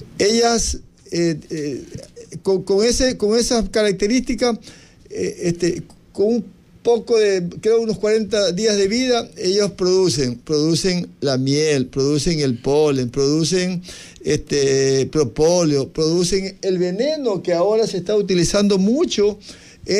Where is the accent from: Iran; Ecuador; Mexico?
Ecuador; Aquí en el Ecuador estamos, como decimos vulgarmente, en pañales